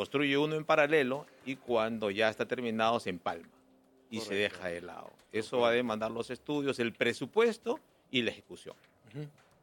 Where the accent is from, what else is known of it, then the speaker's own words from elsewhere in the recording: Lima, Peru; Nosotros, como limeños, no nos damos cuenta de la magnitud de la empresa de CEAPAL.